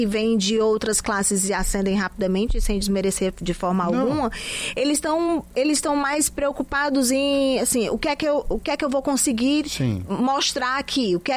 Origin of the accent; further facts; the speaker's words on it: Ceará, Brazil; E eu que tenho o pé no parque? Sou do Parque Araxá.